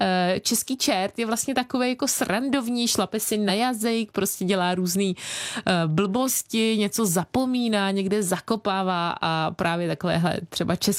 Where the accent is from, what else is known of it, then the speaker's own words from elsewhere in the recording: Rakovník, Central Bohemian Region, Czechia; jsem z Rakovníka